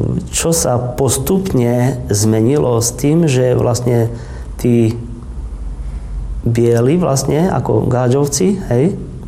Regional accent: Košice, Košice Region, Slovakia; pochádzam z Košic. Moji rodičia pochádzali po obidvoch stranách vlastne z muzikantskej rodiny, či po maminej, či po otcovej strane. Dedo pochádzal z Maďarska

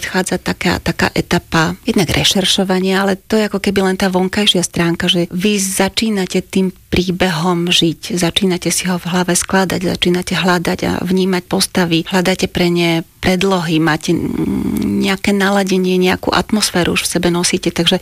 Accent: Bratislava, Bratislava Region, Slovakia; Klasický model, žili sme v Bratislave, ja som rodina Bratislavčanka.

